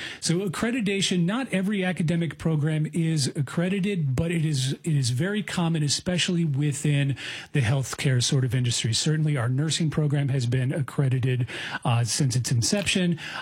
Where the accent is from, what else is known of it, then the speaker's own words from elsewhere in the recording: Pennsylvania, United States; moved away as an adult; I grew up in the East Coast in Pennsylvania. I came to the University of Illinois to do my doctorate in recreation, sport, and tourism.